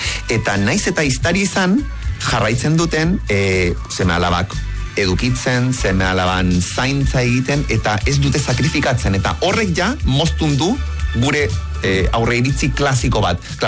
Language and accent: Basque; Chile; moved away; ni txiletarra naiz, eta klaro, kulturen artean be, nahiko tradizionala, edo hemendik konparatuta adibidez, tradizionalagoa da Txile